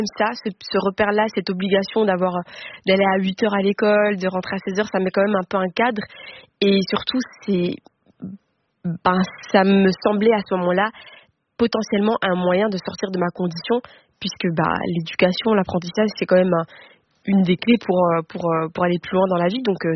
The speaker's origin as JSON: {"language": "French", "country": "Belgium", "said": "je suis métisse, donc je suis belge, je suis congolaise, j'ai des traits qui me rappellent que je suis congolaise aussi"}